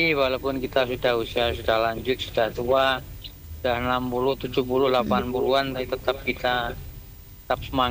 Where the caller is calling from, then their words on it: Indonesia; saya di sini daerah Rejoso.